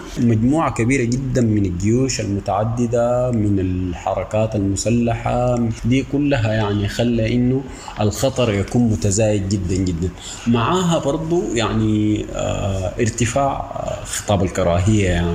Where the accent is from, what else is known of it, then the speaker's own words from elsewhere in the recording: Sudan; ونحن كدولة سودانية